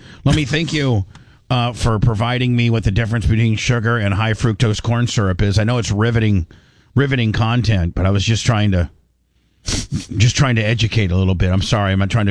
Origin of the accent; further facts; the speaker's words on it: Indiana, United States; Especially growing up in Indiana, man.